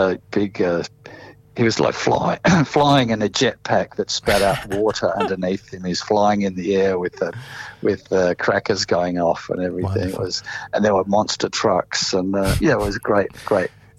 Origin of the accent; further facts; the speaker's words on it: Mount Gambier, South Australia, Australia; born there; I was born in South Australia in Mount Gambier.